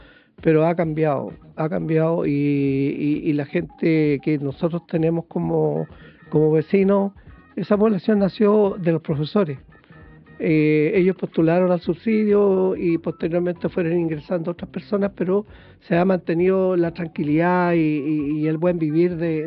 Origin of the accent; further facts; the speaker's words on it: Potrerillos, Atacama, Chile; born there; also born or lived in La Serena; now in Vicuña, Chile; Mire, nací en Potrerillos.